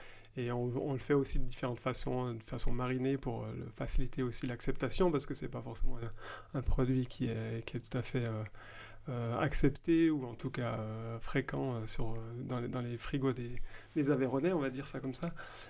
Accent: Switzerland; Moi, je suis de Suisse, donc j'ai suivi le mouvement, on peut dire comme ça.

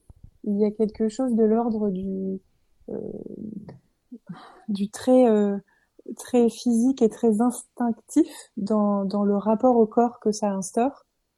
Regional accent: Briançon, Provence-Alpes-Côte d'Azur, France

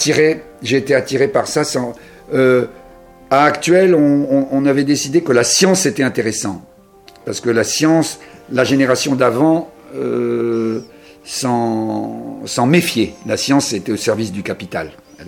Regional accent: Safi, Marrakesh-Safi, Morocco; born there; j'avais été conçu dans un hôtel de Meknès, parce que je suis né à Safi, qui était à l'époque le plus grand port sardinier du monde, hein, au Maroc.

